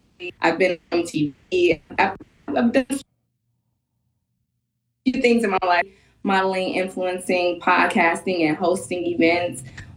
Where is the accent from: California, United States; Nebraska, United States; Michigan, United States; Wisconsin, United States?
Wisconsin, United States; Milwaukee; Definitely not new to the Milwaukee area. Born and raised in Milwaukee, 53216, of course.